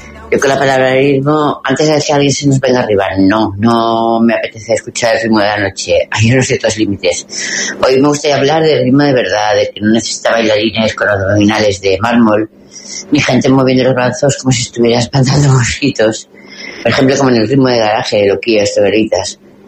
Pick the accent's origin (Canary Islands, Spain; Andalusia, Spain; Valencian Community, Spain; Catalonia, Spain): Valencian Community, Spain; Valencia; Un besito muy fuerte … de Valencia.